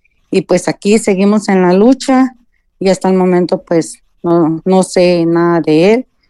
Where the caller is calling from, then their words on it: Zapopan, Jalisco, Mexico; Pues yo soy de aquí, del municipio de Zapopan, de aquí de Guadalajara, Jalisco.